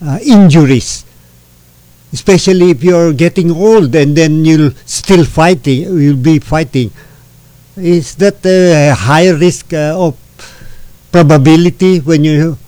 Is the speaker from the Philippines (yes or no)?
yes; Philippines; although I'm a Filipino